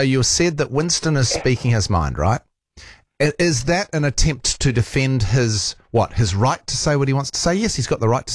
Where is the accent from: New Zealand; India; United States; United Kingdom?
New Zealand; born there; I was born here, yeah.